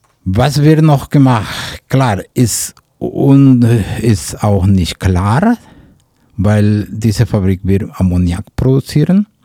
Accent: Mexico; German is a second language; Aber in der Regel solche große Projekte was ich als Mexikaner, was wir uns als Mexikaner gewöhnt sind, in dem Sinne, dass solche Projekte kommen mit Bestechungen, mit Bedrohungen, die werden Aktivisten ermordet.

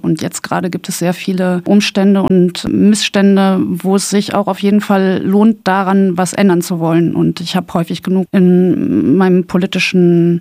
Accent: North Rhine-Westphalia, Germany; born there

